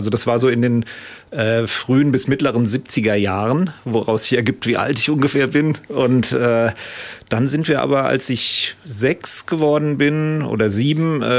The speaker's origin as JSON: {"language": "German", "town": "Mainz", "region": "Rhineland-Palatinate", "country": "Germany", "said": "Ja, also in Mainz-Bretzenheim haben meine Eltern gewohnt, als ich geboren wurde."}